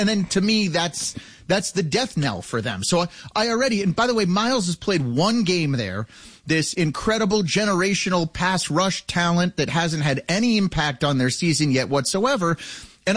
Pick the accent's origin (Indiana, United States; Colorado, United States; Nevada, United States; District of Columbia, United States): Colorado, United States; Denver; I remember growing up in Denver.